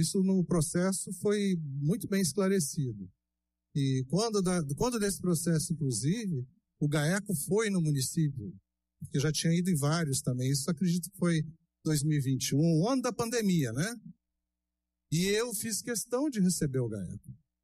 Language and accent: Portuguese; Volta Redonda, Rio de Janeiro, Brazil; moved away as an adult; also born or lived in Brasília; now in Silvânia, Brazil; eu sou de Volta Redonda, estado do Rio. Eu fiz medicina veterinária na Universidade Federal Rural do Rio de Janeiro. Me formei em 1979, fui para Brasília